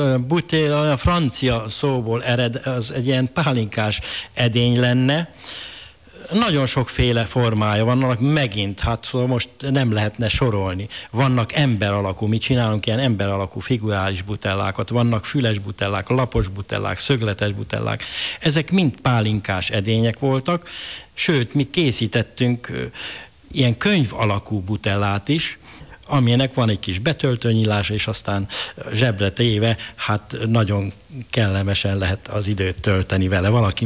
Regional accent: Komádi, Hajdú-Bihar, Hungary; born there; also born or lived in Budapest / Pécs; Én már itt születtem, Komádi, Bihar megyei községbe, ahol csak néhány napot töltöttem, utána elkerültem Pestre, és a 40-es években Pécsről kerültem ide.

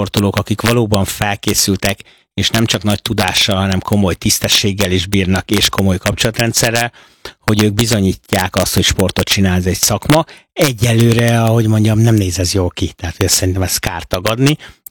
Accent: Budapest, Hungary; Tehát én ugye pestiként többször dolgozhattam vidéki nagy klubnál

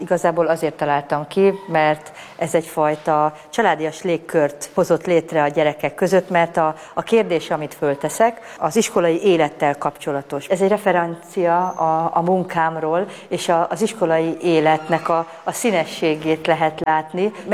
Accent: Hungary; Nagyon szeretek magyarnak lenni

